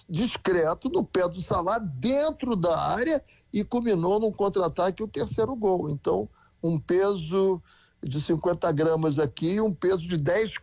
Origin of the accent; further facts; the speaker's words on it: Brazil; e não é porque eu sou brasileiro que eu estou falando isso